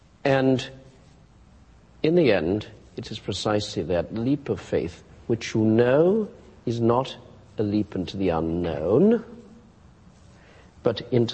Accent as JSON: {"language": "English", "country": "United States", "tie": "born or raised there", "said": "I was brought up in America, you probably can't tell it anymore, but my family's from the Deep South."}